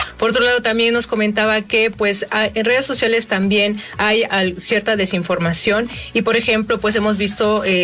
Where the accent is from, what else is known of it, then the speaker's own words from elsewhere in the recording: Mexico; pues nosotros como mexicanos estamos con el temor de que próximamente nos suceda.